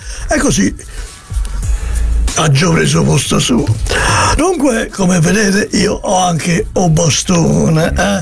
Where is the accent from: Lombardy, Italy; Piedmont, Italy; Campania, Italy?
Campania, Italy; Ma io sono napoletano, posso mia parlare fiorentino? Sono napoletano.